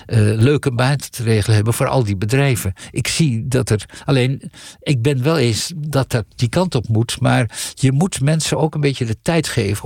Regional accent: Leeuwarden, Friesland, Netherlands; moved away as an adult; Want ik groeide op in Leeuwarden. En Friesland is echt, het is me na aan het hart gebakken

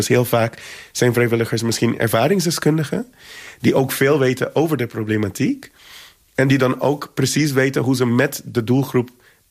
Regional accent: Aruba; voor mij als Arubaan zijnde

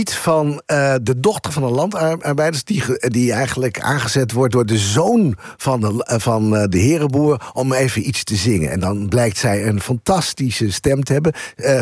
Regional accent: Drenthe, Netherlands; Ja, ik ben Drent, ja.

